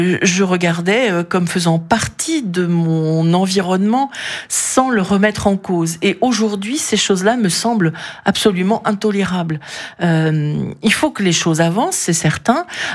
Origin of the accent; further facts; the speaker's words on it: Brittany, France; je suis présente sur plein de salons, notamment au Finistère, puisque je suis des Monts d'Arrée